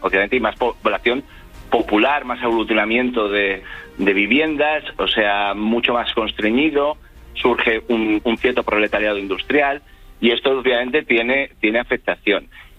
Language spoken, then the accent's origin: Spanish; Madrid, Community of Madrid, Spain; Madrid, o sea, yo como madrileño lo digo, era un villorrio